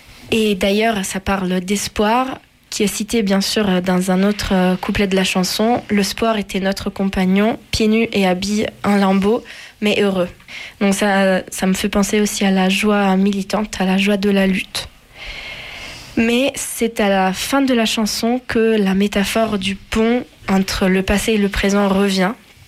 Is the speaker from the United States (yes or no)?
no; Venice, Veneto, Italy; moved away; ma ville natale, Venise, qui est une ville à mesure d'eau, comme on dit, où les ponts sont donc souverains.